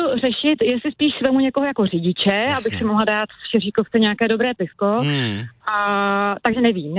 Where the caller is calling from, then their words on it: Lošiná, Plzeň Region, Czechia; Já jsem z Lošiné, což je vesnička kousíček od Plzně, takže nemám to daleko, je to opravdu kousíček.